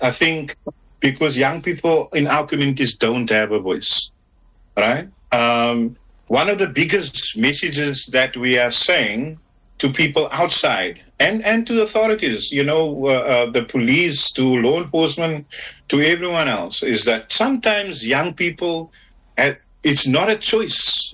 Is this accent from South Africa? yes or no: yes; Manenberg, Western Cape, South Africa; I'm someone that is not born in Menenberg. I'm born on the Cape Flats, but we moved to Menenberg when I was four. So I grew up in this community.